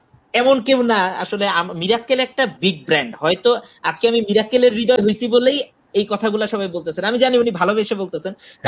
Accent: Dhaka, Dhaka Division, Bangladesh; যেটা হয় যে নর্মালি আমি ঢাকাতেই বড় হয়েছি

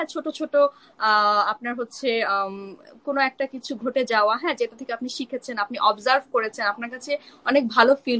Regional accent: Bangladesh; moved away; আমার ছোটবেলা থেকে আমি যখন বাংলাদেশে ছিলাম, বড় হয়েছি

